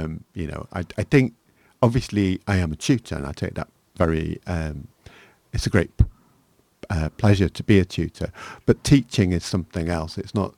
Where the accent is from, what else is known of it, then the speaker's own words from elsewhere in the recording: Manchester, North West England, United Kingdom; moved away; where I grew up in Manchester, in Harper Hay.